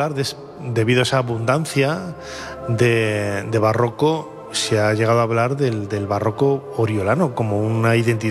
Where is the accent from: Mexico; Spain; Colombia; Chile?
Spain; Valladolid, Castile and León; Es que yo crecí en Valladolid y lo conozco muy bien.